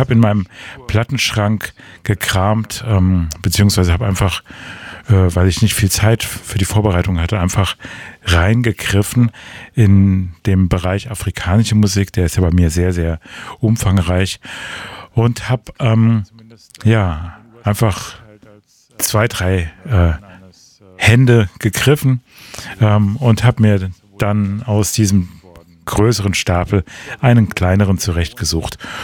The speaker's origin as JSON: {"language": "German", "town": "Frankfurt", "region": "Hesse", "country": "Germany", "said": "Ich komme aus Frankfurt eigentlich und stand 10 Minuten oder 15 Minuten vor Sendebeginn vor dem Studio"}